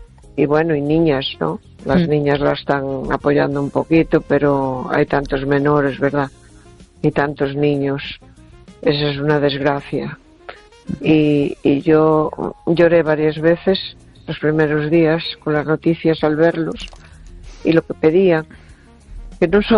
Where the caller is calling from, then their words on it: A Coruña, Galicia, Spain; de Coruña.